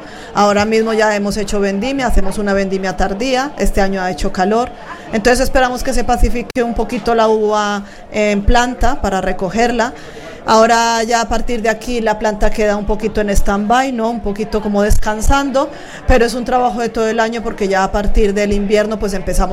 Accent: Colombia; now in Region of Murcia, Spain; Yo soy de Colombia, pero llevo ya 26 años afincada aquí en España.

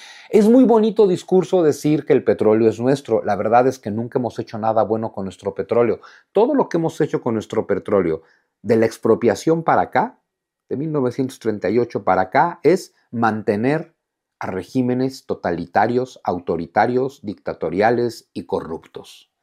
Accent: Mexico; así de brutos somos los mexicanos

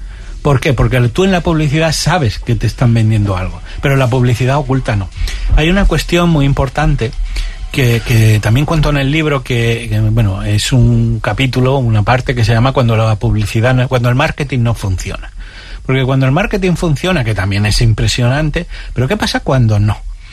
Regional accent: Extremadura, Spain

